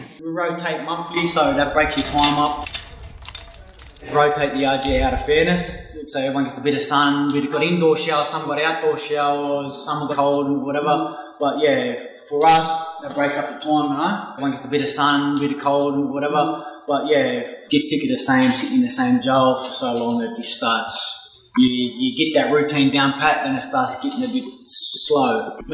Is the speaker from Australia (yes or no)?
yes; Mount Druitt, New South Wales, Australia; I grew up in Mount Druitt all my life.